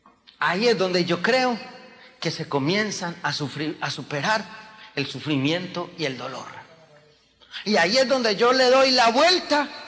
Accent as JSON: {"language": "Spanish", "country": "Colombia", "lives_now": "United States", "said": "Yo soy colombiano. Y todos los colombianos, cuando venimos a Estados Unidos, somos narcotraficantes en potencia."}